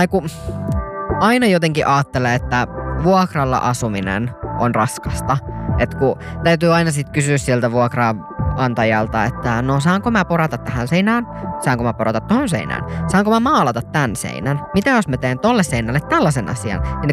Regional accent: Satakunta, Finland; tuolta Satakunnasta omilta kotikonnuiltani, mutta ei kotikaupungistani, vaan viholliskaupungistani Raumalta

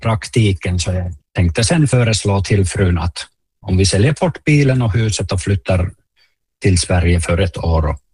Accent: Oulunsalo, North Ostrobothnia, Finland; born or raised there; Swedish is a second language

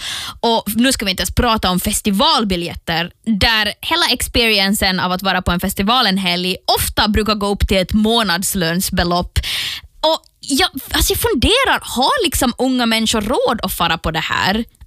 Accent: Finland

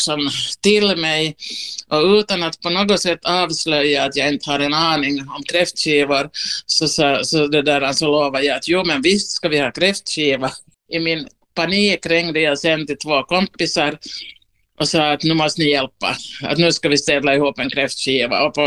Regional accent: Ostrobothnia, Finland; now in Uusimaa, Finland; jag läst mitt liv helt i lugn och ro som österbottning

